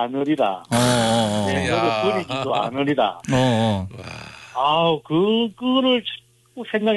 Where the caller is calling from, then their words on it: Gimcheon, North Gyeongsang, South Korea; 예, 여기 저 김천입니다.